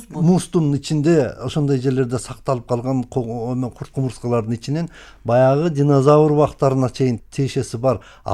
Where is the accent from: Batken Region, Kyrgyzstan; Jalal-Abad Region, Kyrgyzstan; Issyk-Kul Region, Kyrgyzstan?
Jalal-Abad Region, Kyrgyzstan; Arslanbob; мен өзүм туулуп өскөн жерим Арсланбаб токой чарбасы болгондон кийин жаңакка дагы өптөн кызыгып калгам да.